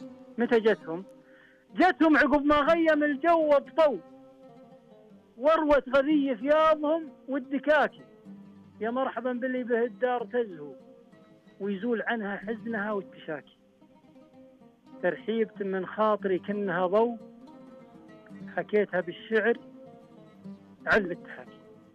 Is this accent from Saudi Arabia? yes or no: yes; Saudi Arabia; رحمة لنا جميعا كسعوديين.